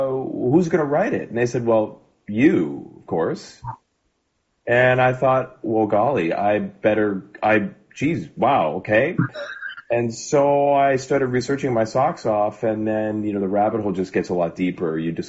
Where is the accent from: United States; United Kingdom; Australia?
United States; Boston, Massachusetts; They're really my home orchestra. I'm from Boston.